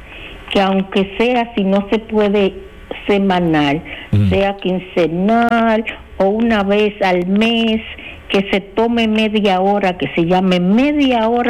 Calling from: Santiago de los Caballeros, Santiago, Dominican Republic; de Santiago.

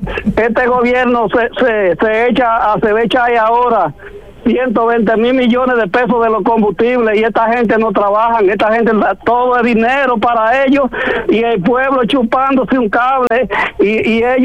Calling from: Gaspar Hernández, Espaillat, Dominican Republic; Yo soy de aquí, de Gaspar Hernández, de un campo

